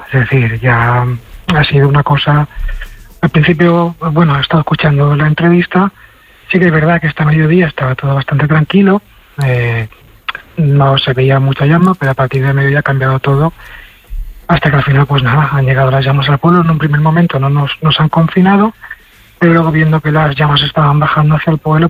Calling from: Gátova, Valencian Community, Spain; Estamos la familia en Masamagrey, un pueblo que está a unos 40 kilómetros de Gátova.

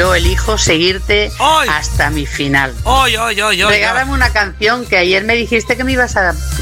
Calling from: Sabadell, Catalonia, Spain

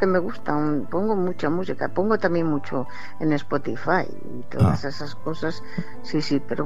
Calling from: Oviedo, Asturias, Spain; de Asturias.

